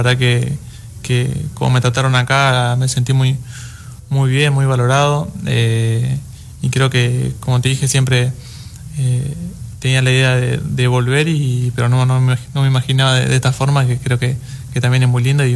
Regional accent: Bahía Blanca, Buenos Aires Province, Argentina; also born or lived in Oaxaca, Mexico; Bueno, yo soy un chico de Bahía Blanca, nací aquí en Oaxaca, toda mi vida la hice allá en Argentina.

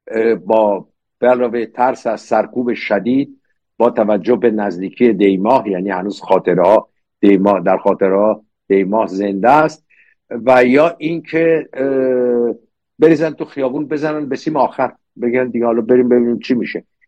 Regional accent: Iran; moved away

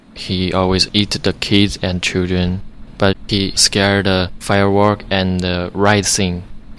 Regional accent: China; I'm from China, and I'm in Berkshire High School. I'm 10th grade.

